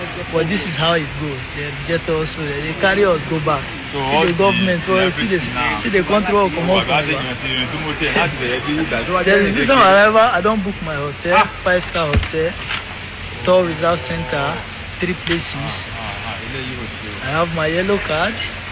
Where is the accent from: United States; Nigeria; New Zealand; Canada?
Nigeria; I don't lack anything, but just because we are Nigerian. Just because we are Nigerians.